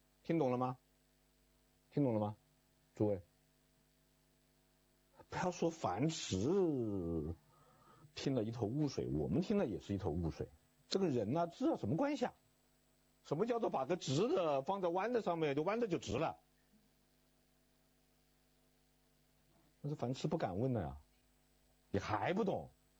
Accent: China; 因为孔子的学生问仁一般不问定义，就当时这个我们中国人的这个学习方式和现在是不一样的，不喜欢下定义的

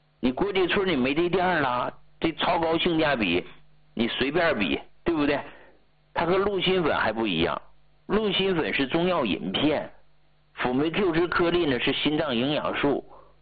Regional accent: Tianjin, China; 就是咱们天津人讲话了，借钱吃海鲜不算不会过

